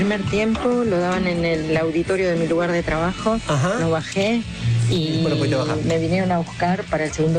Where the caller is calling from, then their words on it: Buenos Aires, Argentina; de La Paternal